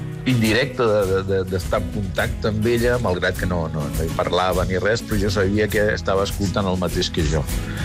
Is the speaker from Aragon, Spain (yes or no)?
no; Sabadell, Catalonia, Spain; now in Santiago, Chile; Soc un sabadellenc que viu a Santiago de Xile